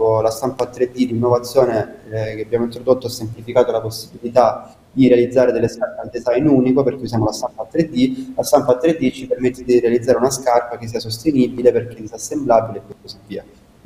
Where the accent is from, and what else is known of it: Caserano, Apulia, Italy; born or raised there